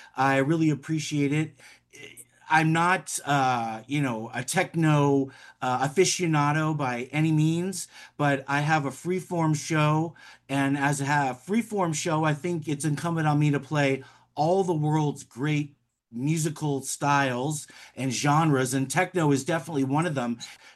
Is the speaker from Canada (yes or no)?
no; Midwest, United States; For somebody like me who grew up in the Midwest